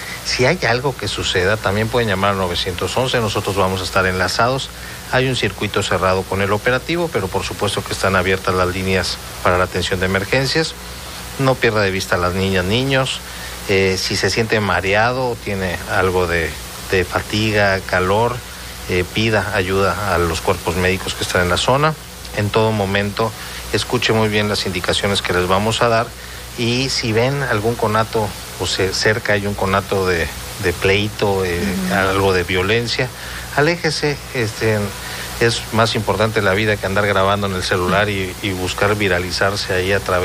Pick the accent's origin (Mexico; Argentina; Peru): Mexico; como mexicanas y mexicanos queremos celebrar